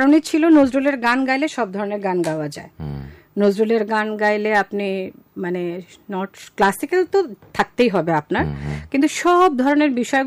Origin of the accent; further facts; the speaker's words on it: Dhaka, Dhaka Division, Bangladesh; আমার জন্ম ঢাকায়, আমার একেবারে সবকিছু ঢাকার মালিবাগ চৌধুরীপাড়া।